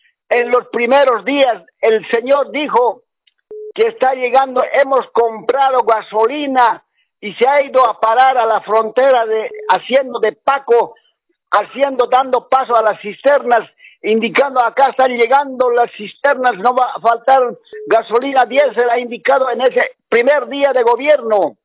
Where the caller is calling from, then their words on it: Warnes Province, Santa Cruz, Bolivia; desde la provincia de Guarnes, Comunidad Buena Fe.